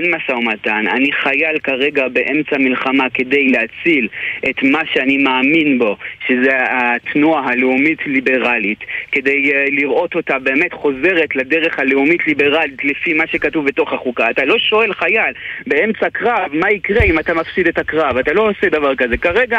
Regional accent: Canada; now in Israel; אני קנדי מנומס

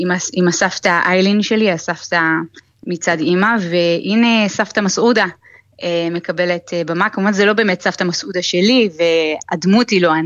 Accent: Ramat Gan, Tel Aviv District, Israel; אני במקרה גדלתי ברמת גן, עיר הבירה של העיראקים בארץ, אצלנו באמת...

